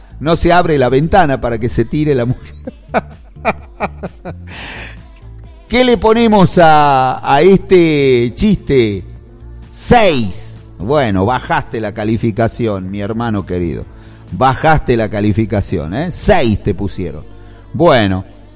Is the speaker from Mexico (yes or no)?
no; Argentina; este personaje que nos identifica a los argentinos